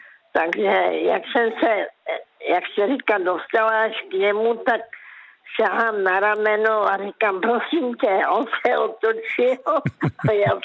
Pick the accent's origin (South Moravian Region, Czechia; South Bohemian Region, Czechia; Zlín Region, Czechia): Zlín Region, Czechia; Karolinka